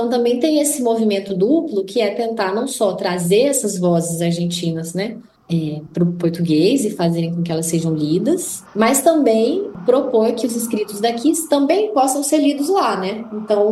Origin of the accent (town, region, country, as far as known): Brazil